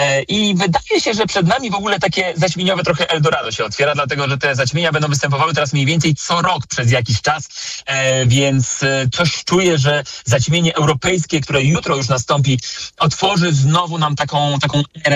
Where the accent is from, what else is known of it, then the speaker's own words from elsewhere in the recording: Warsaw, Masovian Voivodeship, Poland; czyli na wschodnią stronę Warszawy, skąd sam pochodzę, z Pragi Północ.